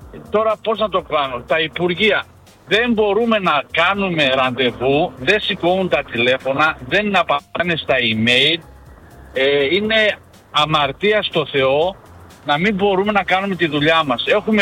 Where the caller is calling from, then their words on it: Hagen, North Rhine-Westphalia, Germany; Δουλεύω στο δήμο, στην πόλη μου, στο Χάγκεν